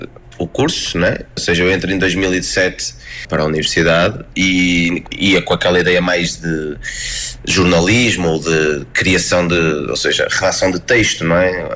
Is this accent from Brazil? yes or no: no; Barcelos, Norte, Portugal; por ser mais perto do sítio onde eu cresci, onde eu nasci, que é, eu sou natural da Uxa, que é uma freguesia do Conselho de Barcelos.